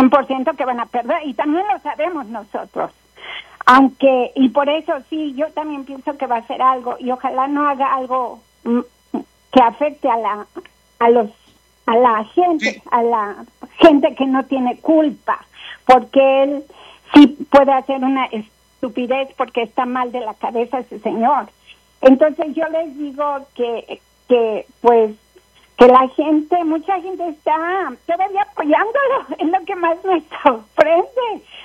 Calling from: Colorado, United States; aquí a Colorado

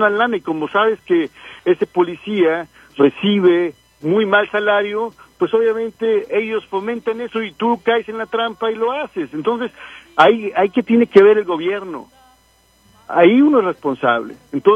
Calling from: Mexico City, Mexico; yo soy de la Ciudad de México

